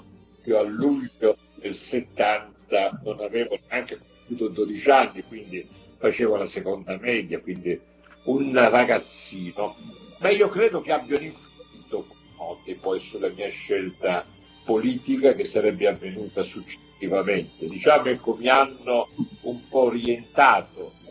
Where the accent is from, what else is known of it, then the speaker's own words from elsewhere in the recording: Reggio Calabria, Calabria, Italy; born there; per cui sono nato in una clinica, primo figlio, Reggio Calabria è la città di mia madre, ecco perché sono nato a Reggio Calabria.